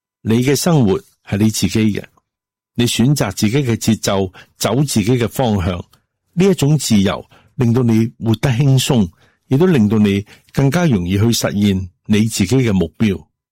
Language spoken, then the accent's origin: Chinese; China; 即是我们中国人讲的精气神